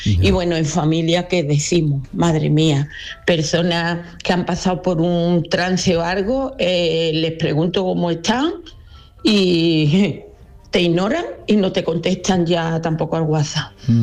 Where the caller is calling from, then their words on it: Dos Hermanas, Andalusia, Spain; de Dos Hermanas.